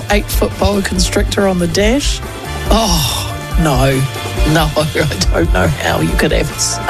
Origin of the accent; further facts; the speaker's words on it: England, United Kingdom; now in New Zealand; …, moving house in my hometown in England.